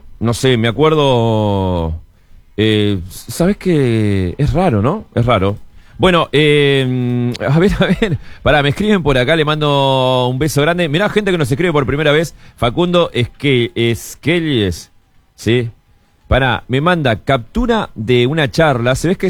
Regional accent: Uruguay; de a poquito estamos perdiendo la identidad como uruguayos, después nos calentamos y nos dicen provincia de los argentinos.

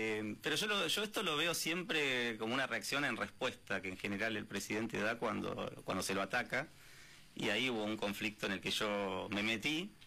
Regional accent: Hurlingham, Buenos Aires Province, Argentina; also born or lived in Ramos Mejía; Nací en Hurlingham, iba al colegio en Ramos Mejía, al colegio Ward.

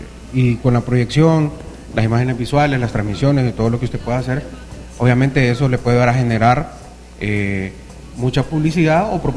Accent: Siguatepeque, Comayagua, Honduras; nosotros como una ciudad bella que somos, el corazón de Honduras

